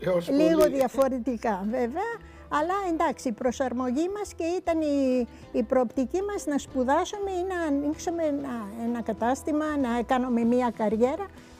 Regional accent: Egypt; now in Greece; παρόλο ότι γεννηθήκαμε στην Αίγυπτο και ήταν φιλικές οι σχέσεις, ήμασταν πολύ περιορισμένοι.

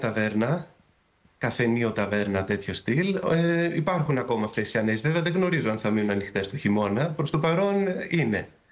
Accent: Karditsa, Thessaly, Greece; moved away; Εγώ είμαι από Καρδίτσα.

